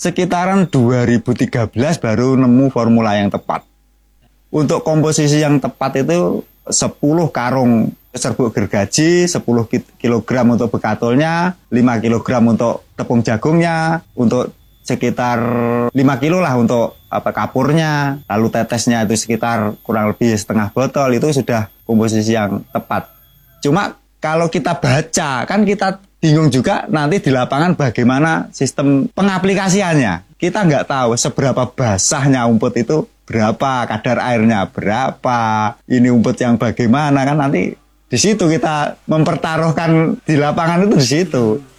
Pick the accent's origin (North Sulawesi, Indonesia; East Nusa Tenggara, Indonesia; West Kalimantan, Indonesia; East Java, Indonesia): East Java, Indonesia; Tulungagung; Perkenalkan … Saya berasal dari Gang Swasembada, Kalidawir, Tulungagung.